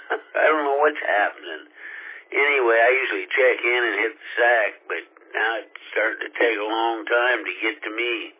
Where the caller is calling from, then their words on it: Bakersfield, California, United States; here in Bakersfield.